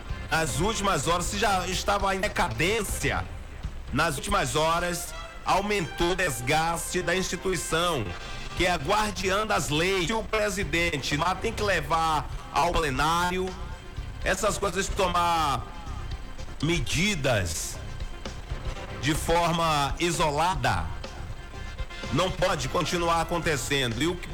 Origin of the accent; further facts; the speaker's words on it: Brazil; como brasileiros, como contribuintes